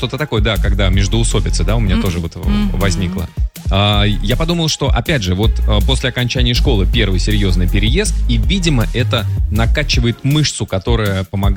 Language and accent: Russian; Moscow, Russia; я как москвич